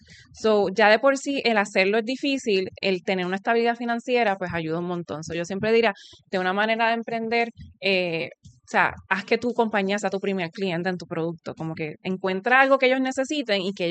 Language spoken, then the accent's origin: Spanish; Puerto Rico; born there